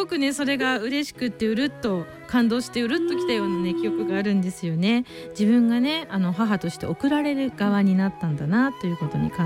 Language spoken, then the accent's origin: Japanese; Setagaya, Tokyo, Japan; 世田谷生まれ世田谷育ち、中学校3年生の女の子のママです。